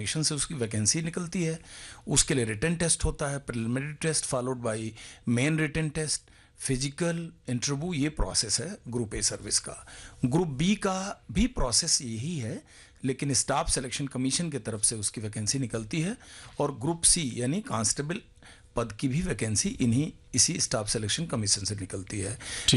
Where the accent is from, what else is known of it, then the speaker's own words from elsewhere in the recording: Chauri Chaura, Uttar Pradesh, India; میں ایک بڑے مشکل علاقے میں پیدا ہوا تھا, چوری چورا تحصیل گورکھپور ڈسٹرکٹ.